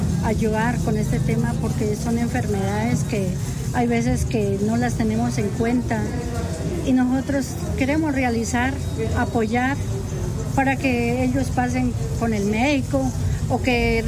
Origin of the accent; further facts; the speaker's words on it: La Vega, Cauca, Colombia; now in Popayán, Colombia; Yo vengo de La Vega, Cauca, pero en realidad aquí en Popayán me he destacado como líder social.